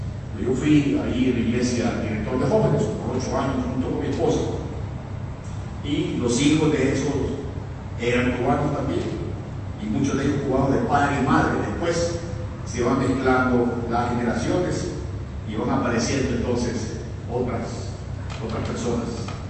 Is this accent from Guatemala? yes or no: no; El Salvador; Anoche me decía un hermano que no cree que yo soy salvadoreño, yo parezco más cubano ese. Pero es la razón poderosa, porque mi esposa es cubana.